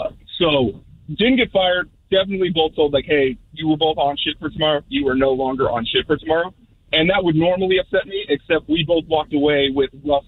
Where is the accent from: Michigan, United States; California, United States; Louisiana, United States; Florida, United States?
Florida, United States; I grew up in Florida, and we sang that song when I was about 10 years old.